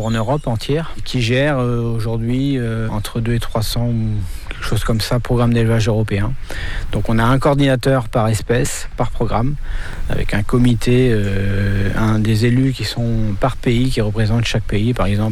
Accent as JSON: {"language": "French", "country": "France", "said": "chez nous, en France"}